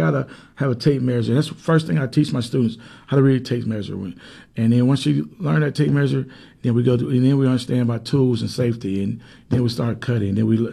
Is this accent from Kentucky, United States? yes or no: no; Anson, Alabama, United States; And we got people right here that was born and raised, like myself, born and raised in Anson, Alabama, who can do the job.